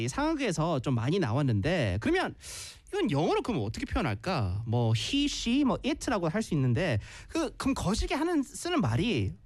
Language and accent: Korean; Gyeongsang, South Korea; accent: Gyeongsang dialect; 우리 그냥 한 시간 동안 우리 갱상도 사투리 할 걸.